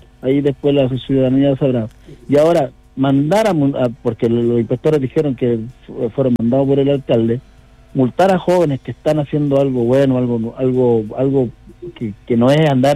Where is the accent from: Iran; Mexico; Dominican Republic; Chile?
Chile; Antofagasta; yo soy antofagastino, ¿eh?, de tomo y lomo. Como decía el profesor, yo soy más antofagastino que chileno.